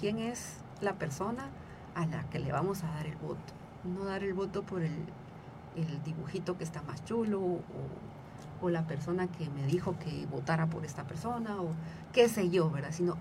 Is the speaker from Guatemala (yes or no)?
yes; Guatemala; Yo soy cristiana, pero antes de cristiana soy guatemalteca, ¿verdad? Vivo en una comunidad.